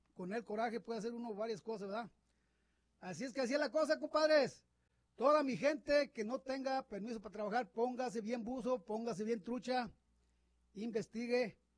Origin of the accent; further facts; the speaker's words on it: Mexico; Todas las personas que venimos de por allá de México, todas las personas que cruzamos